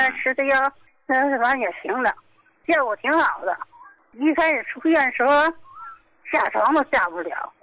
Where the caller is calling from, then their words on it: Qinhuangdao, Hebei, China; 我是秦皇岛的，我今年68了。